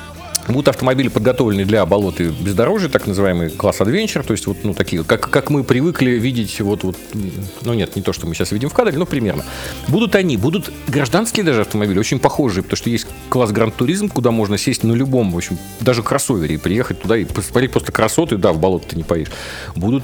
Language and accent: Russian; Moscow, Russia; born there; moved away as an adult; now in Vladimir Oblast, Russia